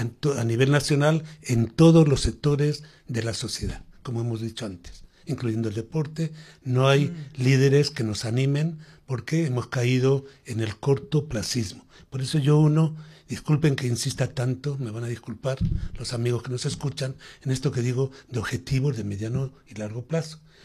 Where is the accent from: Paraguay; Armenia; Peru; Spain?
Peru